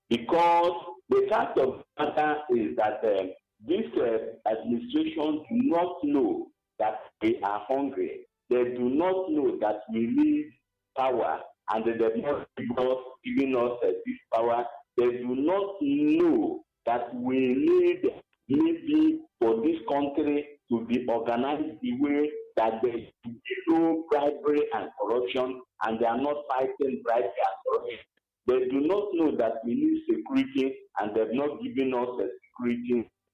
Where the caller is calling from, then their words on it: Enugu State, Nigeria; I'm calling from Abopani, Kenugu.